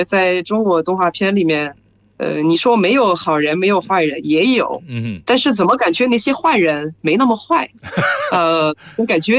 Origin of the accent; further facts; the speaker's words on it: France; Chinese is a second language; 我是来自法国的